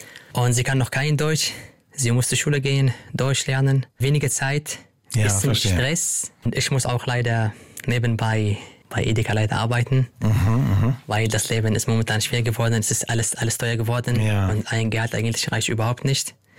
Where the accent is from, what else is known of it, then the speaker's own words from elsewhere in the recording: Syria; German is a second language; now in Germany; dass ich mich als Syrer beweise, dass ich sage, okay, ich bin der schnellste Syrer